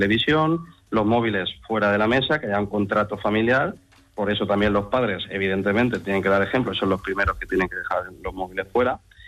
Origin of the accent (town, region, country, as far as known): Valencia, Valencian Community, Spain